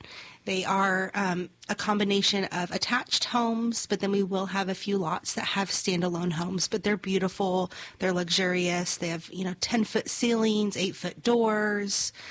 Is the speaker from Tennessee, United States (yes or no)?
yes; Tennessee, United States; also born or lived in California; I'm actually from Well, California originally, but then I moved to Tennessee, to West Tennessee, whenever I was 13. So I call myself a Tennessean now. And then I moved out to the Nashville area in my young 20s.